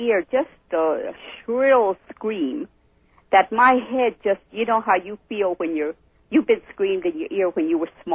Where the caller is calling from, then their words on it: Bakersfield, California, United States; from Bakersfield.